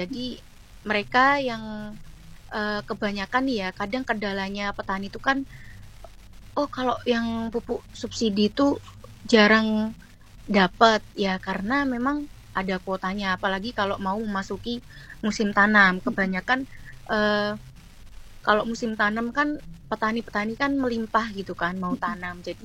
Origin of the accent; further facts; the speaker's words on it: Lamongan, East Java, Indonesia; di daerahku sendiri ya, Kecamatan Sugio